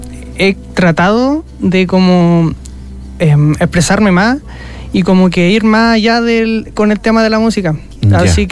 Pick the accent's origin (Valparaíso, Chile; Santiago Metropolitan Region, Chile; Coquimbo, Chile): Coquimbo, Chile; Caimanes; soy de Caimanes